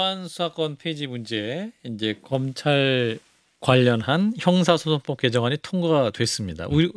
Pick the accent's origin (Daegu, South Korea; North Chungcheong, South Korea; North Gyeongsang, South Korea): North Chungcheong, South Korea; Cheongju; 제 고향 청주 공군산업학교 있습니다.